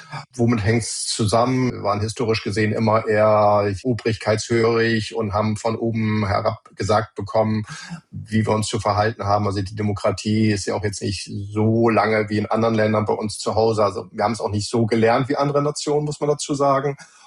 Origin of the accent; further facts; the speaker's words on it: Germany; wir Deutschen